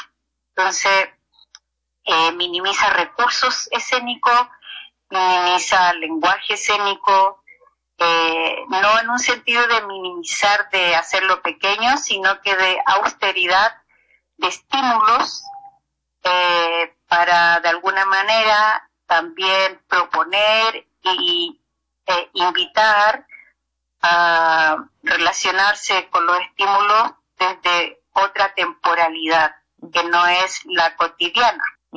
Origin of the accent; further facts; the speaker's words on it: Arica y Parinacota, Chile; En el mundo aymara, que es de donde yo soy del norte de Chile, de Arica, y crecí en el altiplano